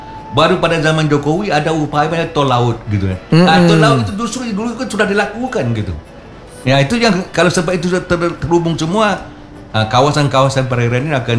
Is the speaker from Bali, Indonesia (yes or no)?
no; Riau, Indonesia; born there